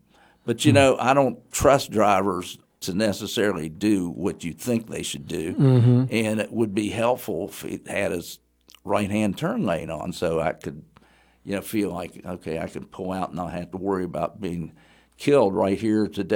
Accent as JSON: {"language": "English", "region": "West Virginia", "country": "United States", "tie": "born or raised there", "also_born_or_lived": "Bluefield, West Virginia / Huntington, West Virginia", "said": "I grown up in Bluefield, West Virginia, that's an intersection that my mother would have avoided because, of course, I grew up in the Huntington area"}